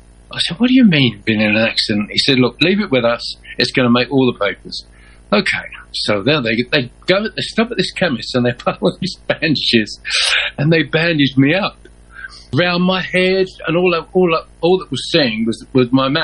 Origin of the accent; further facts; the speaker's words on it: London, United Kingdom; Because I'm from London.